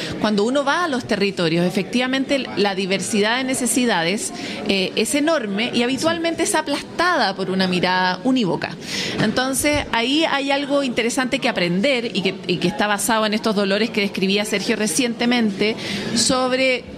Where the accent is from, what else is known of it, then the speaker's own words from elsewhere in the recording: Santiago, Santiago Metropolitan Region, Chile; yo como buena santiaguina